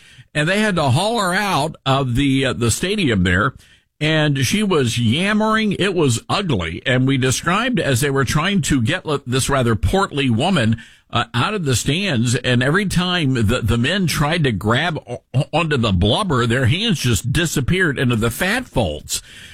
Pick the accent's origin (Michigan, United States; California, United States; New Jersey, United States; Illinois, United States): New Jersey, United States; Newark; I'm from Joymantown by way of Newark, New Jersey.